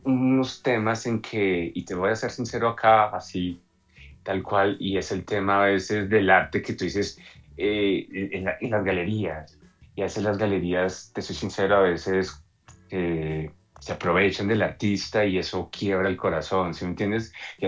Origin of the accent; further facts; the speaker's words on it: Colombia; nosotros como colombianos